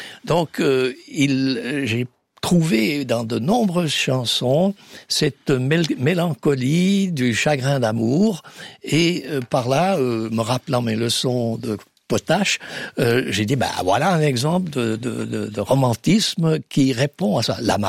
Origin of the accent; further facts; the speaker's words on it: Fribourg, Switzerland; je viens de Fribourg où nous parlons ce qu'on appelle le Bolz, c'est-à-dire le mélange des deux langues allemand et français du coin.